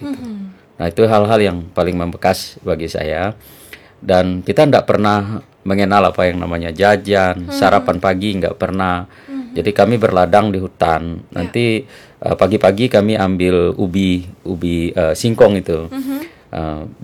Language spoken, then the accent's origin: Indonesian; Kalimantan, Indonesia; saya lahir dari keluarga yang sangat miskin di pedalaman Kalimantan.